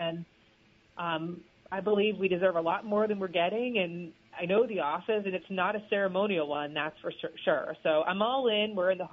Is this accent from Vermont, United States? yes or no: yes; Newbury, Vermont, United States; I was born and raised at Four Corners Farm, like legitimately on a vegetable and dairy farm, and we're south of the village of Newberry.